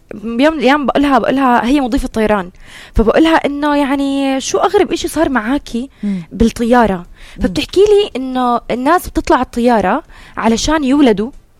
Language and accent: Arabic; Syria; يعني نحنا سوري يعني نحنا هرموناتنا هي اللي بتسيطر علينا